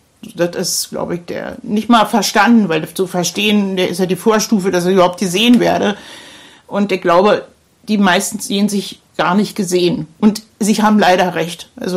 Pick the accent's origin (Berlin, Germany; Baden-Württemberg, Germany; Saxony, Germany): Berlin, Germany; moved away; Das ist halt auch wirklich, wo ich so fasziniert bin als Berlinerin.